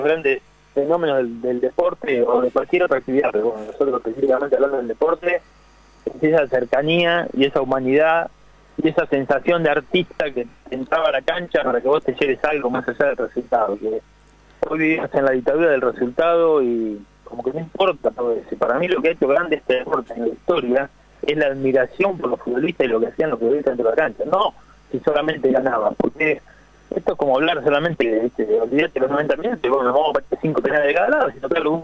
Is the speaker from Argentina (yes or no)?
yes; General Belgrano, Buenos Aires Province, Argentina; fue la primera vez que mi pueblo entraba a una liga en La Plata.